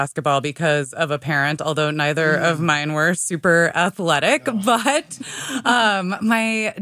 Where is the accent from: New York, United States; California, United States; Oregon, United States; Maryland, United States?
Oregon, United States; Eugene; I grew up in Eugene, and so growing up, my dad, who by the way is not a U of O alum, but he just really loved the team.